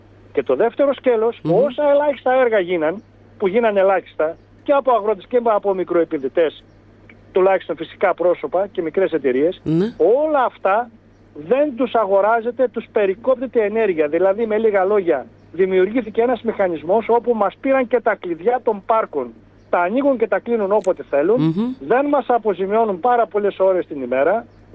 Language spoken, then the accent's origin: Greek; Larissa, Thessaly, Greece; μια και είμαι Λαρισαίος